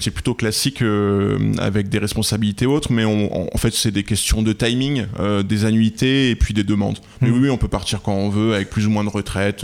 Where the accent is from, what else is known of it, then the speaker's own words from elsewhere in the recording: Brittany, France; moved away as an adult; now in Gers, France; Moi, je suis originaire de Bretagne et puis ma femme du Grand Est.